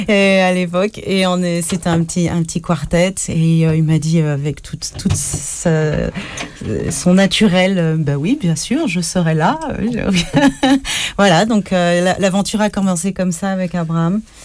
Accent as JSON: {"language": "French", "country": "France", "said": "moi je suis française d'origine martiniquaise."}